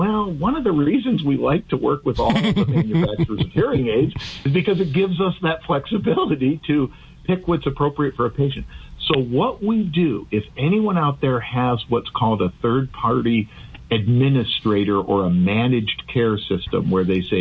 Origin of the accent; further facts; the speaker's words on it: Ohio, United States; I know where Dayton is. I'm from Ohio. It's 1,100 miles away from here.